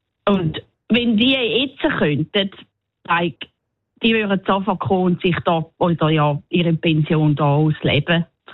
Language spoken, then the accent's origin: German; Switzerland; now in New Zealand